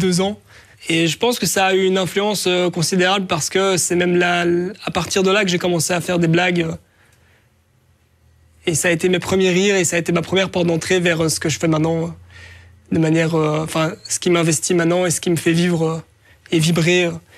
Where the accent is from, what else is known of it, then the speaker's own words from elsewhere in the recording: Ixelles, Brussels-Capital Region, Belgium; born there; je suis né à Ixelles il y a 32 ans maintenant.